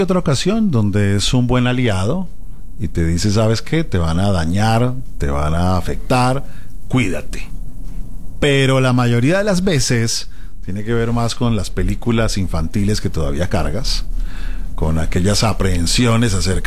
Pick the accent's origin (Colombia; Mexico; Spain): Colombia; Bogotá; Vengo desde Colombia.